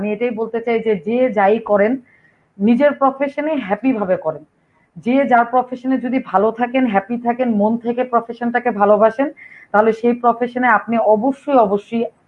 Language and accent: Bangla; Bangladesh; আসলে আমরা যখন যে সময়টাতে বাংলাদেশের প্রেক্ষাপটে বড় হয়েছি, আমি বলছি আসলে 80-এর দশকের কথা